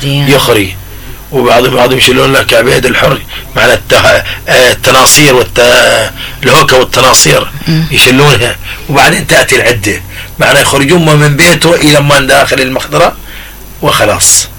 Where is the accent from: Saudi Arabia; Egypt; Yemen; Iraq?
Yemen; Mukalla, Hadhramaut; عندنا في المكلا